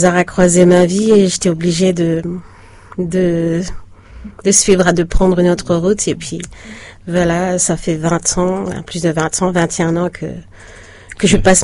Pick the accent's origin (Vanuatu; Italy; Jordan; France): Vanuatu; Port-Vila, Shefa; Je suis née à Port-Vila. J'ai grandi à Port-Vila. De temps en temps, je vais passer du temps en Nouvelle-Calédonie parce que j'ai mon papa là-bas.